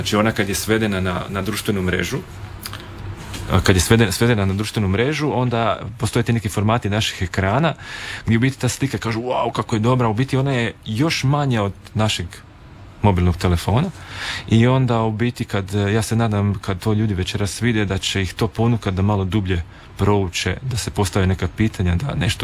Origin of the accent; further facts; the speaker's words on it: Slavonia, Croatia; now in Istria, Croatia; iako sam ja Slavonac u biti, ja živim u Istri